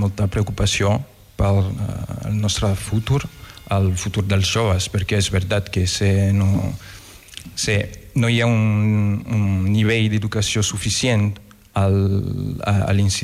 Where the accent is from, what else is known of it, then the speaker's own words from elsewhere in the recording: France; Catalan is a second language; now in Paris, France; sóc francès.